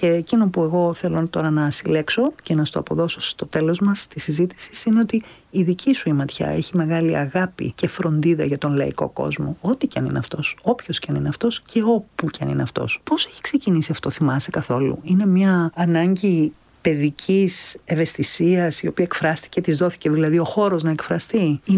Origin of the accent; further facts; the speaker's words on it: Greece; και είμαστε Έλληνες καλλιτέχνες επίσης